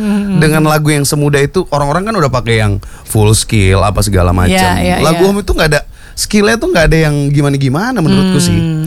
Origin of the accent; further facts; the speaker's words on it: Balikpapan, East Kalimantan, Indonesia; Sedangkan aku sendiri nih dari Balikpapan.